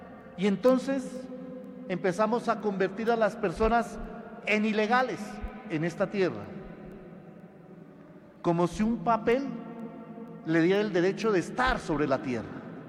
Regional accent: Colombia; olvidamos que somos colombianos

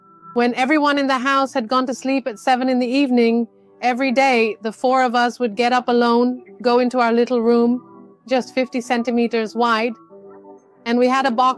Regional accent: South India, India; now in Barcelona, Spain; I personally came from a very large family of 24 people living at home. We come from the south of India and we were the only ones in the house, me, my mom and my parents, who were Catholic.

